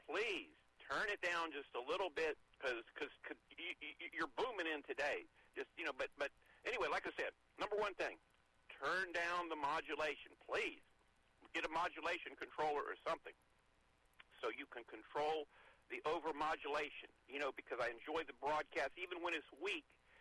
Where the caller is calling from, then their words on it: Jacksonville, Florida, United States; I'm listening in Jacksonville, Florida